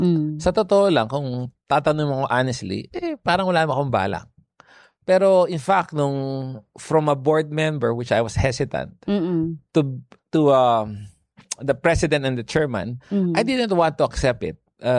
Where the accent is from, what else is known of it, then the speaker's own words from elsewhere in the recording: San Pablo, Calabarzon, Philippines; Laking ako, Laguna. Tagalog ako, taga San Pablo, Laguna.